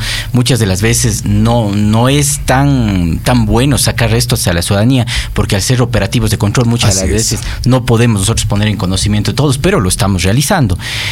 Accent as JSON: {"language": "Spanish", "region": "Cañar", "country": "Ecuador", "said": "La provincia del Cañar es una provincia de triunfadores, somos gente que lucha, somos gente que más allá de cualquier tropiezo que tengamos, seguimos saliendo adelante."}